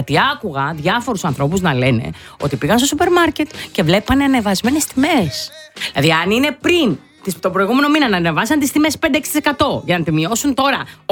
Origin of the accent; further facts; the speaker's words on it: Western Greece, Greece; εμένα στο χωριό μου, επειδή πήγα, είχε πάρα πολύ κόσμο. Και όλα τα χωριά στην Ηλία.